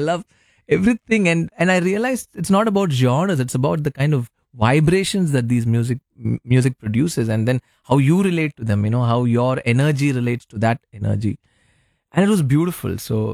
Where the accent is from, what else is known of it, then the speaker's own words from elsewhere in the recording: Chennai, Tamil Nadu, India; also born or lived in Kerala; because I was born in Kerala, brought up in Chennai though. So, a lot of Malayalam songs